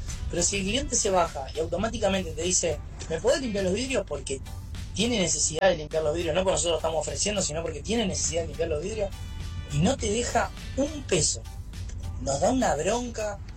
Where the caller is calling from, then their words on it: González Catán, Buenos Aires Province, Argentina; de González Catán.